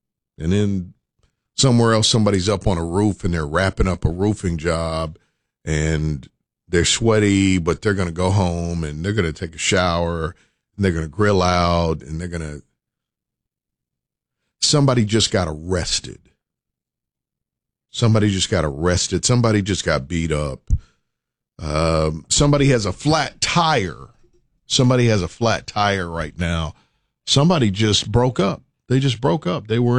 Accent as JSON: {"language": "English", "country": "United States", "said": "I love being an American"}